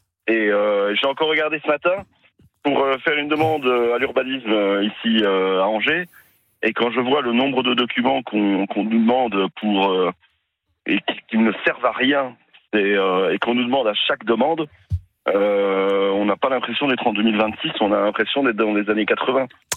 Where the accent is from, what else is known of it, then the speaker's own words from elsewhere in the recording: Belgium; Je suis belge, donc la chaleur... moi, je préfère la pluie.